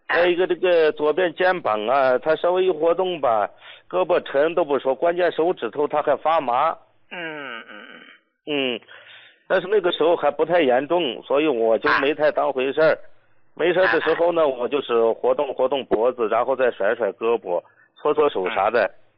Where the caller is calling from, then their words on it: Shandong, China; 我家是山东的，我呢是一名出租车司机，我今年才52岁